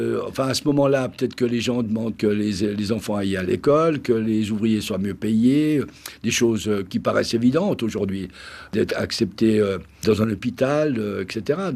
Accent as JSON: {"language": "French", "country": "Italy", "said": "Mais effectivement, en tant qu'Italien à ce moment-là, après la Première Guerre, surtout après la Deuxième Guerre, puisque je suis né comme en 44"}